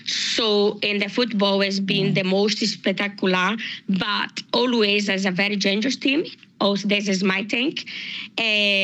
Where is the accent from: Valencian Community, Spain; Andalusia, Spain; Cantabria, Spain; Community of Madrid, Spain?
Cantabria, Spain; Santander; So I am from Santander Ovalis.